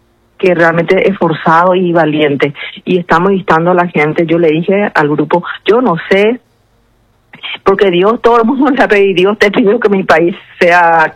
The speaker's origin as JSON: {"language": "Spanish", "country": "Paraguay"}